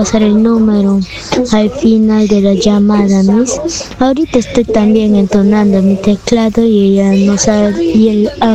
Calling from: Pucallpa, Ucayali, Peru; Yo soy de la ciudad de Pucallpa.

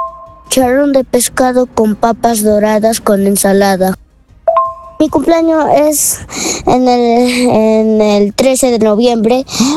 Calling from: Huancayo, Junín, Peru; Vengo de Huancayo.

